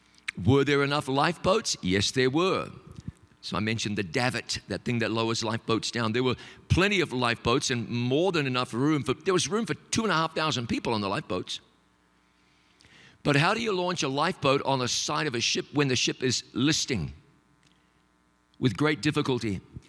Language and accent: English; New Zealand; moved away; my home country of New Zealand